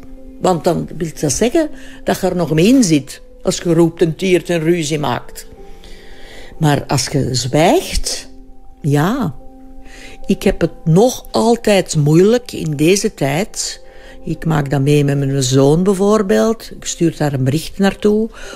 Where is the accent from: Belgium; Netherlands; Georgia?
Belgium; Flanders; En wij zijn ook Vlamingen.